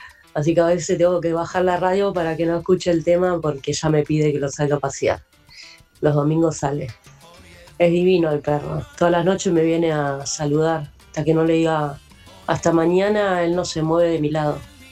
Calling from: Ciudadela, Buenos Aires Province, Argentina; de acá de Ciudadela.

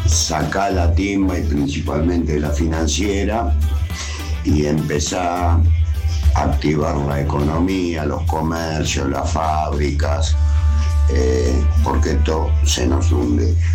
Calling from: Monte Grande, Buenos Aires Province, Argentina; de Monte Grande

